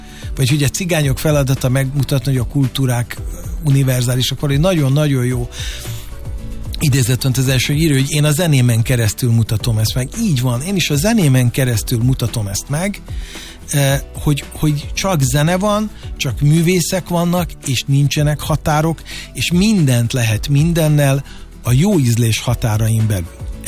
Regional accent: Hungary; first language Hungarian; Mert miért én nem vagyok magyar? Na most azért ezen gondolkozzunk el. Ez az anyanyelvem. Ebben a kultúrában nőttem fel.

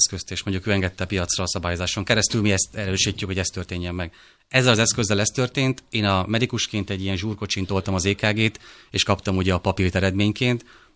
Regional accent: Szabolcs-Szatmár-Bereg, Hungary; én Szabolcsi vagyok

